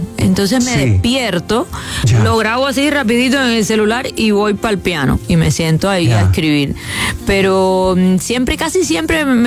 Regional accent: Cuba; moved away; Es una canción de mi historia como inmigrante, como exiliada cubana

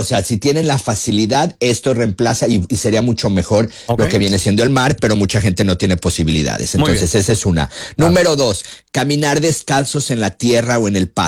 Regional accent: Guadalajara, Jalisco, Mexico; pues soy tapatío, soy chiva de corazón. Yo ya soy de Guadalajara, Jalisco

